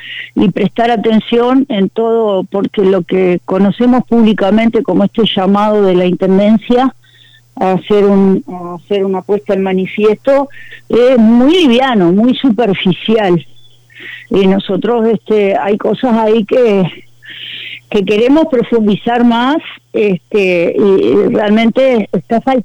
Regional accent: Treinta y Tres, Uruguay; moved away; cuando volví a mi pueblo natal, que es 33

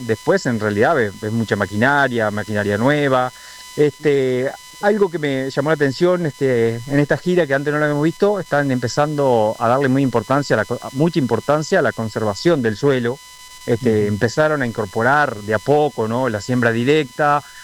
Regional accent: Uruguay; Mira, esta gira es, venimos desde Uruguay y algunos productores argentinos, en total cerca de 35, andamos a la vuelta acá.

